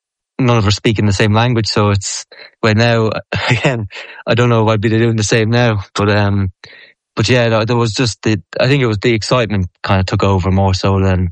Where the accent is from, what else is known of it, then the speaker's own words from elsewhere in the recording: Ireland; now in France; I'm Irish or because I'm foreign